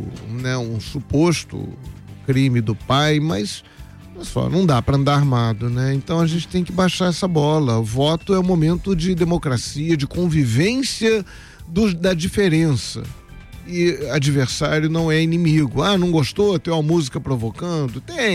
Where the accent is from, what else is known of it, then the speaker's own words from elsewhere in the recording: Brazil; Todos nós somos brasileiros